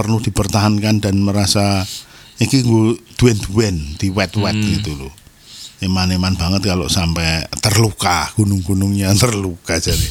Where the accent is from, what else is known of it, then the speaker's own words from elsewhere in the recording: Purworejo, Central Java, Indonesia; di daerahku di Purworejo